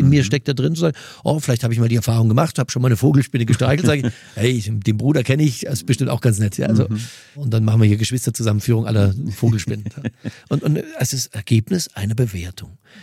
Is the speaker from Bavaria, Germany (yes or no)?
yes; Mühldorf am Inn, Bavaria, Germany; ich habe evangelische Wurzeln und ich komme aus Mühldorf am Inn, da waren wir ganz, ganz in der Unterzahl